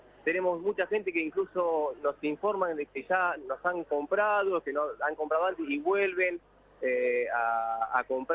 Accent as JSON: {"language": "Spanish", "town": "9 de Julio", "region": "Buenos Aires Province", "country": "Argentina", "said": "Somos de 9 de Julio, provincia de Buenos Aires, una cuenca láctea"}